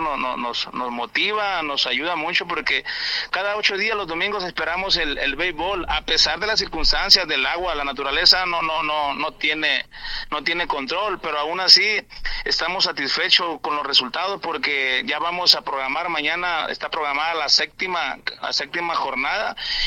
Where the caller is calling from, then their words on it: Nayarit, Mexico; Somos nayaritas, somos coras, pero ante todo somos mexicanos